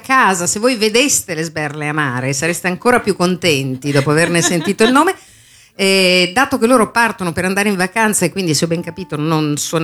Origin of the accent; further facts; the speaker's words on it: Milan, Lombardy, Italy; Io subito tempo e denaro perché sono di Milano